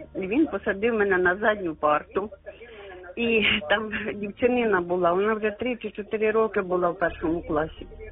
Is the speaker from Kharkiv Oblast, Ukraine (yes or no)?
yes; Kharkiv, Kharkiv Oblast, Ukraine; я із Харкова.